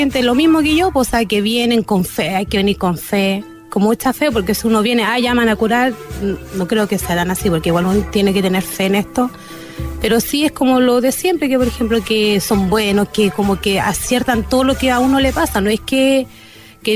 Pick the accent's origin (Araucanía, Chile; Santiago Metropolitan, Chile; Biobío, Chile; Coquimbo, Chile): Santiago Metropolitan, Chile; Pudahuel